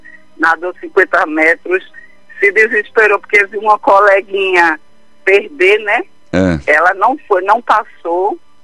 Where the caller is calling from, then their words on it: Tracunhaém, Pernambuco, Brazil; Eu falo de Tracunhaém.